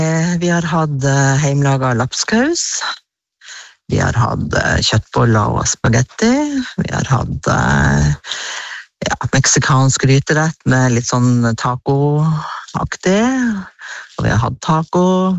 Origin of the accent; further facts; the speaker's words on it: Bø, Nordland, Norway; så har jeg jo vært med å eide en koordinatskjær hjemme i Bø.